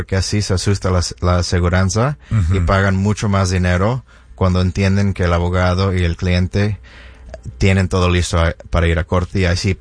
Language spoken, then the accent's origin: Spanish; Mexico; Y me gusta este trabajo porque yo soy latino, soy mexicano, y mucha gente de los clientes del bufete de abogados de compensación al trabajador hablan español.